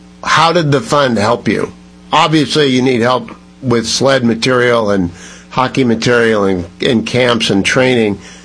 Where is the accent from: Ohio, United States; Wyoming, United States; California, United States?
Ohio, United States; I'm from Ohio.